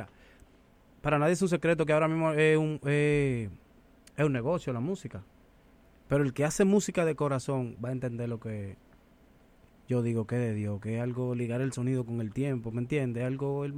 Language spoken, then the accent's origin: Spanish; Dominican Republic; moved away; En mi país, allá en República Dominicana